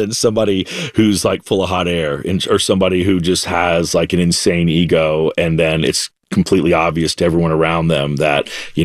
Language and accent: English; the South, United States; growing up in the South, there was a part of me that was always like ready to get out of there.